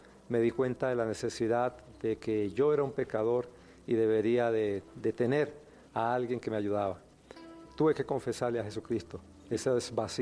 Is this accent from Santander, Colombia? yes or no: yes; Bucaramanga, Santander, Colombia; oriundo de Colombia. Nací en una ciudad al oriente que colinda casi con Venezuela, Bucaramanga, una ciudad muy bonita, en la capital del departamento de Santander. Soy el menor de 9 hermanos.